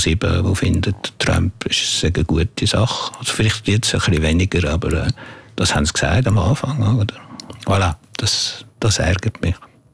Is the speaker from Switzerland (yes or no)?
yes; Switzerland; ich bin nicht stolz, dass ich Schweizer bin. Ich habe ja nichts gemacht, dass ich Schweizer bin.